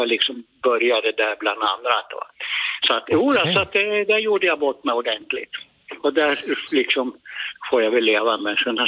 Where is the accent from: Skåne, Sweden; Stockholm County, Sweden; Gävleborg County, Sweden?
Gävleborg County, Sweden; Gävle; moved away; Nu ska jag ju inte säga så här att det är 50 nu år sedan jag flyttade från Gävle.